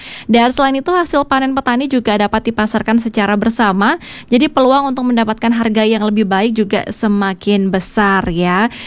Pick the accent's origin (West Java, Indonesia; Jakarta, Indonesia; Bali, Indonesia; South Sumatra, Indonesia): Bali, Indonesia; kita pasti sebagai warga Bali